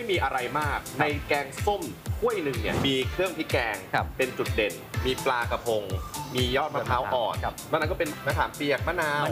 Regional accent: Chumphon, Thailand; ผมพื้นเพที่บ้านเป็นคนชุมพร

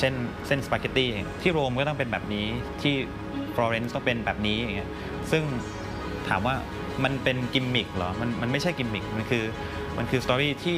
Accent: Songkhla, Thailand; ที่เราก็เติบโตมาในเมืองสงขลานะครับ

